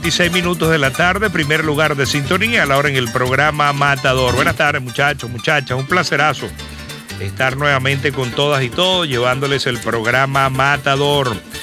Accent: San Carlos, Cojedes, Venezuela; Así se canta en mi tierra, desde acá, desde San Carlos, capital del estado Cojedes, para toda Venezuela y el mundo.

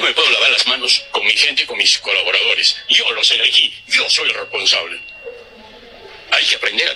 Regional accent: Arequipa, Peru; Yo como arequipeño protesto

